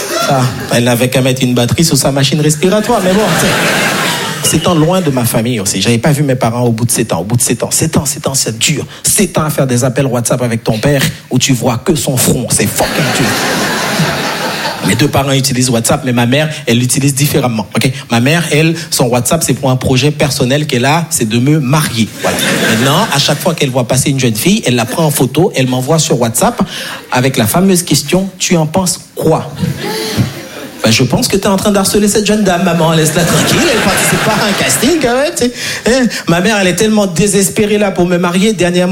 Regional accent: Haiti; je suis né et grandi en Haïti. Et en Haïti, on n'a pas les quatre saisons.

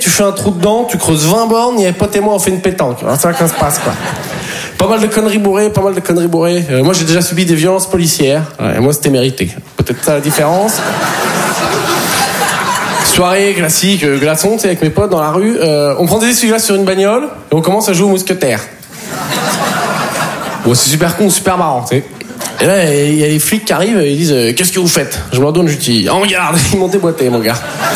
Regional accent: Poitiers, Nouvelle-Aquitaine, France; Savoir que moi, en plus, je viens de Poitiers.

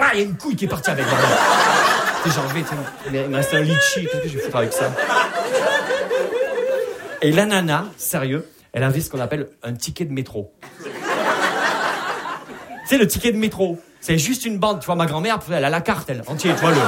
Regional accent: Perpignan, Occitanie, France

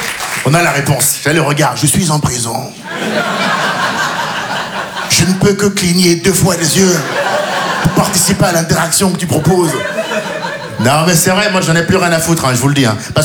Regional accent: Benin; Je me dis, je suis franco-béninois. Ouais, ben, je me dis maintenant, quand les impôts ils viennent, je suis béninois.

